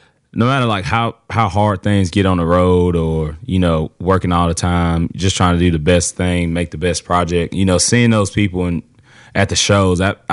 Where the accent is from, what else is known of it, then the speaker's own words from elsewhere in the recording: Alabama, United States; I grew up in a little town in Alabama called Ellick City.